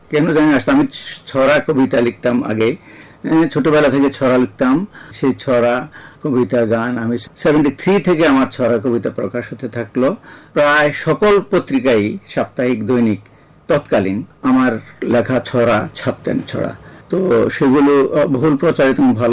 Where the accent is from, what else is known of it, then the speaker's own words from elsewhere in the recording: Comilla, Chittagong Division, Bangladesh; moved away as an adult; also born or lived in Dhaka; আমার জন্ম ছিল কুমিল্লা শহরের ছোটরা গ্রামে, মাতুলালয়ে আমার জন্ম, ওখানে বেড়ে ওঠা। তারপর আমাদের বাড়িটা ছিল পাশাপাশি আরেকটা গ্রাম শহর সংলগ্ন চাঁদপুর গ্রাম, এটা গোমতী নদীর কাছে